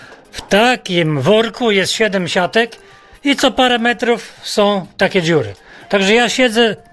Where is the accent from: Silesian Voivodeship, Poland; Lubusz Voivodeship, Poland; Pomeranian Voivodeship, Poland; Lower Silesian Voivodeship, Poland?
Pomeranian Voivodeship, Poland; Kuźnica; born there; jestem rybakiem z Kuźnicy, z ojca dziada i pradziada.